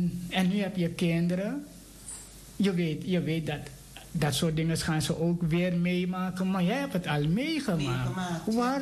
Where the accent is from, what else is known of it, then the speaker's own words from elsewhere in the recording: Suriname; moved away; in Suriname, waar ik ben opgegroeid